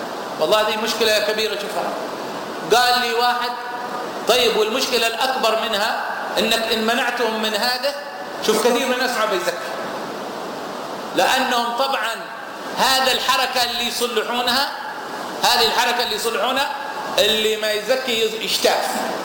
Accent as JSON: {"language": "Arabic", "country": "Yemen", "said": "عندنا في اليمن"}